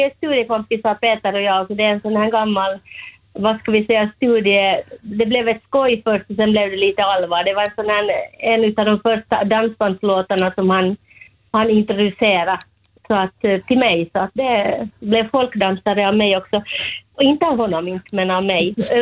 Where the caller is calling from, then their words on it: Enklinge, Åland, Åland Islands; och Bengt, min man här. Vi är från Enklinge, Åland.